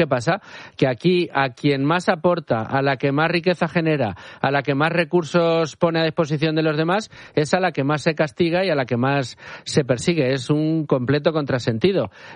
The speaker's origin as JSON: {"language": "Spanish", "region": "Extremadura", "country": "Spain", "said": "Me voy a referir a una que me toca de cerca, porque es mi tierra, Extremadura"}